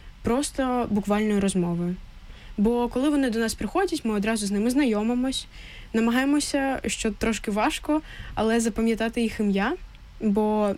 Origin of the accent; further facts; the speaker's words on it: Sloviansk, Donetsk Oblast, Ukraine; Слов'янськ. Mm-hmm. Я зі Слов'янська, так.